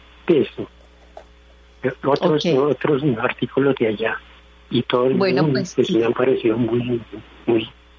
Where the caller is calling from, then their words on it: Funza, Cundinamarca, Colombia; En Funza.